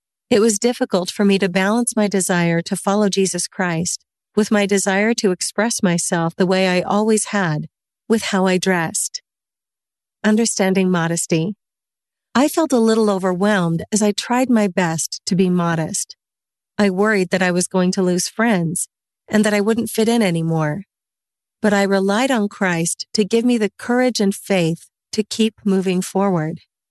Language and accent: English; Colombia; English is a second language; moved away; so different from the small city I grew up in back in Colombia.